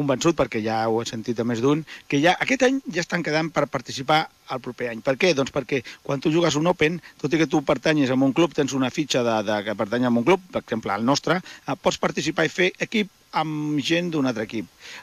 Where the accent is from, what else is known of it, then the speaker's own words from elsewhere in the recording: Rubí, Catalonia, Spain; pels que som de Rubí